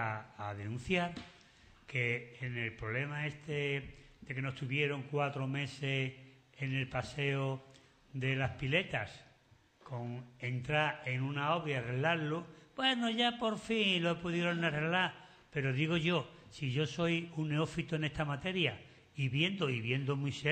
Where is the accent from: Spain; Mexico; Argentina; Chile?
Spain; Seville, Andalusia; now in Sanlúcar de Barrameda, Spain; Yo soy sevillano, trianero, pero a mí me une, como dice, el cordón umbilical, ¿no? El agua de Sevilla con la desembocadura del Guadalquivir en San Lucas de Barrameda. Y llevo yo ya aquí pues más de 45 años en San Lucas